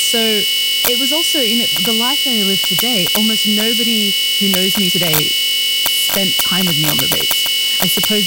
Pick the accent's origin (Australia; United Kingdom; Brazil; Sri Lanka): Australia; also born or lived in Sudan; So I'm a gal who loves a bit of an adventure. I was born in Sudan. I was raised in Australia.